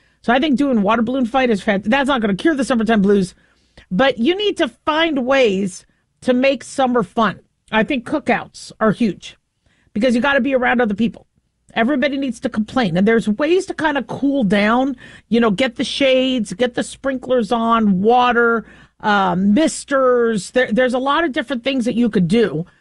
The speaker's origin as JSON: {"language": "English", "country": "United States", "tie": "born there", "also_born_or_lived": "Phoenix, Arizona / Las Vegas, Nevada", "said": "I grew up in Phoenix and Las Vegas, and so summer was really, really hot, right?"}